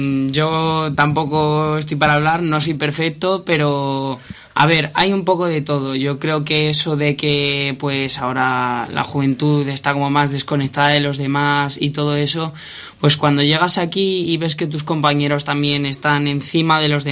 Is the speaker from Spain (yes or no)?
yes; Castilla-La Mancha, Spain; somos gente de La Mancha, que venimos de fuera